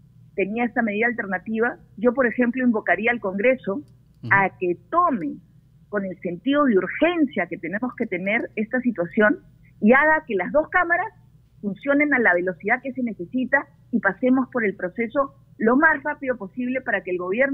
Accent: Peru; yo invoco a que enfrentemos esta situación como peruanos y peruanas de buena voluntad.

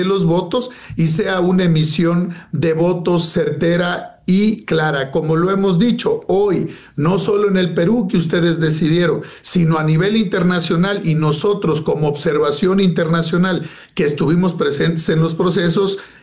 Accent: Mexico; porque soy mexicano.

